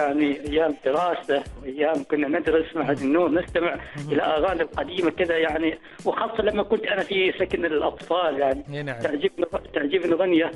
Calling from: Dank, Al Dhahirah, Oman; من ولاية، تقدر تقول ولاية إدري، ولاية الضنك.

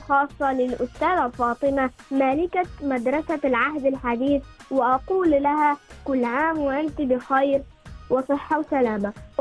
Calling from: Barka, Al Batinah South, Oman

